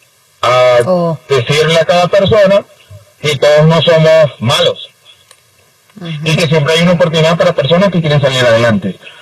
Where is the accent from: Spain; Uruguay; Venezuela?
Venezuela; cualquier daño a Venezuela, yo mismo como venezolano también pido disculpas.